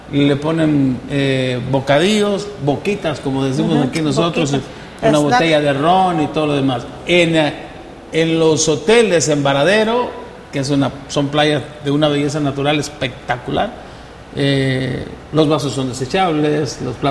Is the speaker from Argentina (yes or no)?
no; Honduras